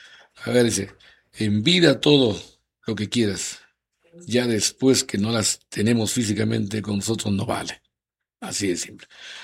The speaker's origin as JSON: {"language": "Spanish", "town": "Trujillo", "region": "La Libertad", "country": "Peru", "tie": "born there", "moved": "yes", "lives_now": "Tarapoto, Peru", "said": "Me liga ya prácticamente, ya soy parte de Tarapoto, ¿no? A pesar de que mi punto de nacimiento es Trujillo, ¿no?"}